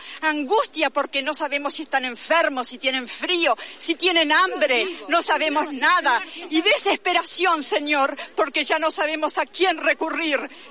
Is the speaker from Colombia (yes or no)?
no; Argentina; Nosotros, que somos argentinas, vivimos en la Argentina